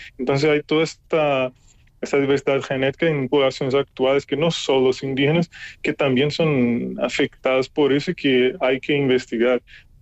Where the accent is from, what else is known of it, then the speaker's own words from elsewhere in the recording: Brazil; Spanish is a second language; mayormente por investigadores que son de Latinoamérica, como yo también, que soy de Brasil